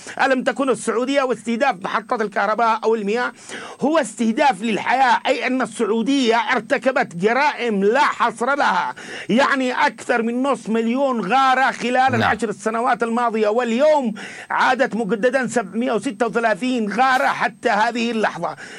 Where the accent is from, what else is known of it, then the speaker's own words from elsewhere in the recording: Yemen; نحن من حقنا كيمنيين أن نقرر مصيرنا.